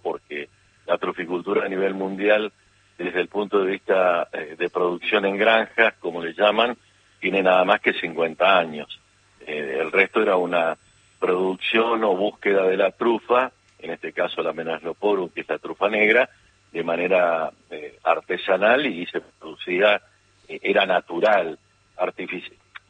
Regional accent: Martínez de Hoz, Buenos Aires Province, Argentina; Yo de un pueblito de Martínez de Hoz, a 20 kilómetros de distancia sí. En el partido de Lincoln, ¿no? Uh-huh.

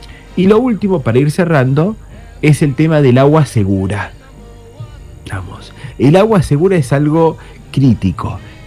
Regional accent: Argentina; como buenos argentinos y argentina

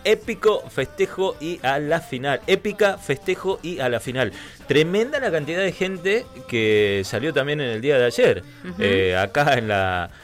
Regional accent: Argentina; como somos los argentinos jetones, bravucones

